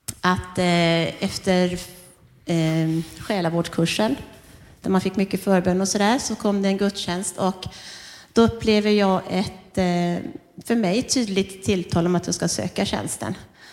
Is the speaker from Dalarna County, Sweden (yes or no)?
no; Västra Götaland County, Sweden; moved away as an adult; Jag är uppvuxen på Körn i en liten församling som var en utbåtsförsamling till mina församling i Göteborg.